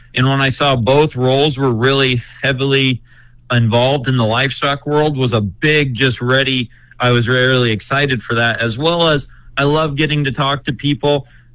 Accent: Wisner, Nebraska, United States; So I grew up in Wisner, Nebraska on a livestock farm. We raised show pigs and poultry, and I still raise poultry and pigs to this day with my dad.

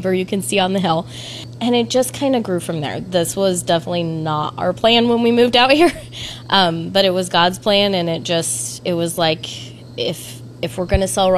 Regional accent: Lincoln, Nebraska, United States; moved away as an adult; now in rural Nebraska, United States; We actually moved out to the country from Lincoln. We're both from Lincoln. And we moved out here in 2014

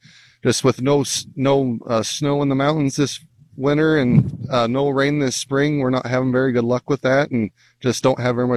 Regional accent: Minatare, Nebraska, United States; I'm from Minotair, Nebraska. I grew up in the western Nebraska area my whole life

